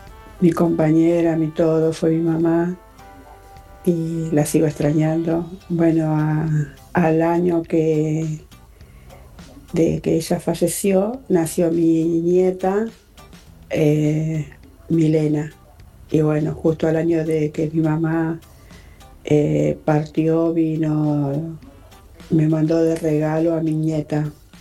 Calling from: Rafael Castillo, Buenos Aires Province, Argentina; de Rafael Castillo.

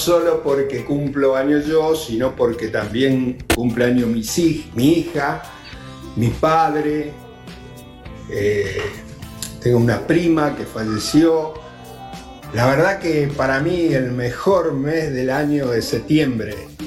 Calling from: Buenos Aires, Argentina; de Boedo.

